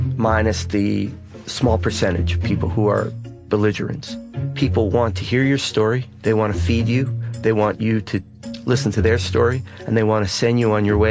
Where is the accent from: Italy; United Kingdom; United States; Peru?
United States; Massachusetts; I grew up in Massachusetts, studied Russian, went to the Soviet Union, became a journalist, and worked at the Boston Globe and the Washington Post for 25 years.